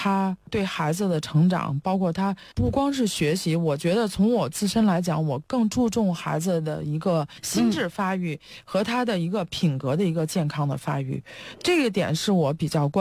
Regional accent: China; 我们都是从国内长大受国内教育一直以来哈

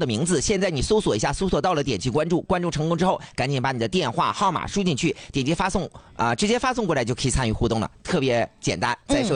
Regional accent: Dalian, Liaoning, China; 因为你像咱们大连人

